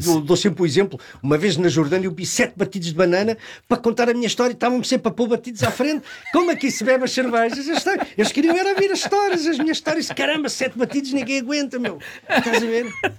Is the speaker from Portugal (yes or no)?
yes; Alcobaça, Leiria, Portugal; also born or lived in Caldas da Rainha; Mas a minha terra é Alcobaça.